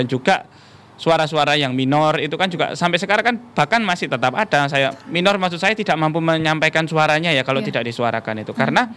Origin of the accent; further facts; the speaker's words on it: East Java, Indonesia; karena memang saya Jawa Timur kan, asli saya memang Jawa Timur dan saya juga berdomisili di Jawa Timur